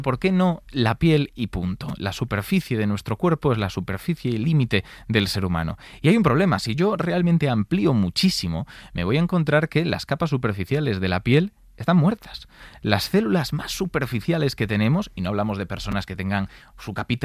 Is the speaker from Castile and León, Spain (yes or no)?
no; Galicia, Spain; yo es que soy gallego, ¿eh?